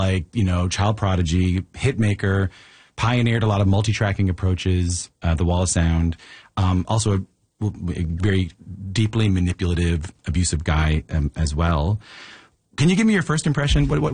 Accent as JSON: {"language": "English", "country": "Ireland", "said": "I'm Irish, I'll write a St. Patrick's Day song."}